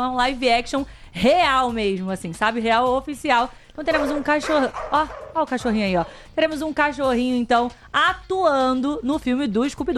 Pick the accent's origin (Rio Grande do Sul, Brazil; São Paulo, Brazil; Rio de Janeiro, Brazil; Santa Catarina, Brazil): Rio de Janeiro, Brazil; Uma operação aconteceu lá na minha cidade, na cidade carioca